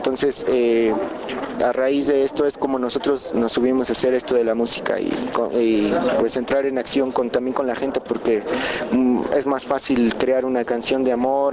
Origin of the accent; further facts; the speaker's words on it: Mexico City, Mexico; del proyecto … Venimos del Distrito Federal.